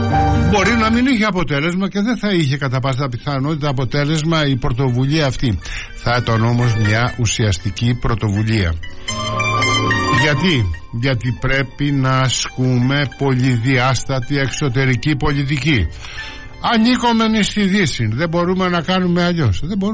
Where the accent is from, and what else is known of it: Greece